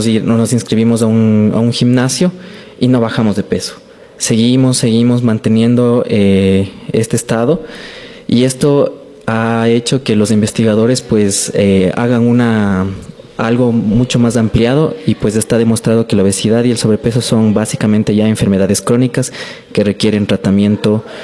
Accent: Ecuador; nosotros como cultura ecuatoriana tenemos dos alimentos que nunca faltan en nuestros platos

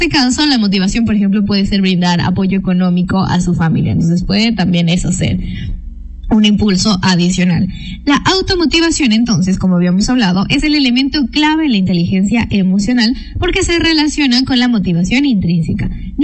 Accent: Ecuador; yo también soy novelera como buena ecuatoriana de vez en cuando.

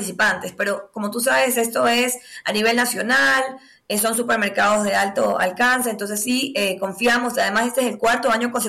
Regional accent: Guayaquil, Guayas, Ecuador; now in Quito, Ecuador; yo soy guayaquileña, vivo en Quito, pero estuve en Guayaquil estos días

